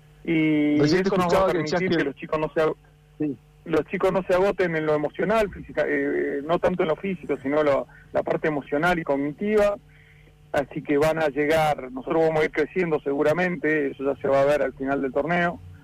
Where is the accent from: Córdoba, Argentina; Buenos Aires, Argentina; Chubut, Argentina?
Chubut, Argentina; Comodoro Rivadavia; Bueno, nosotros somos patagónicos y somos comodorenses, por sobre todas las cosas